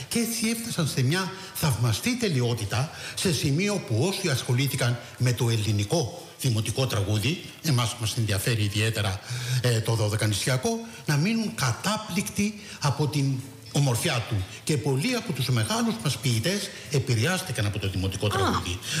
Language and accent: Greek; Olympos, South Aegean, Greece; moved away; όταν ήμουν παιδί στην Όλυμπο της Καρπάθου.